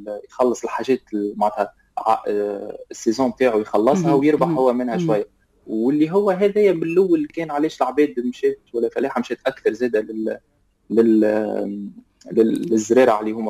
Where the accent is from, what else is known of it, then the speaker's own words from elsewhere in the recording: Tunisia; كتونسي وكمهندس فلاحي تونسي وكحتى ناشط بيئي